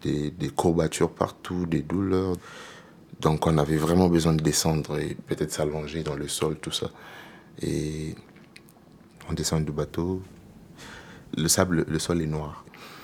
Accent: Madagascar; on a essayé de discuter, on vient de Madagascar, je lui ai expliqué tout, tout, tout, tout, on vient juste d'atterrir

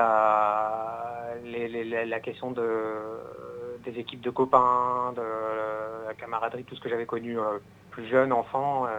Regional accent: Rennes, Brittany, France; c'est vrai que j'habite plus à Rennes, mais je suis né à Rennes, à l'Hôpital Sud. J'ai grandi à Morpa dans les années 90

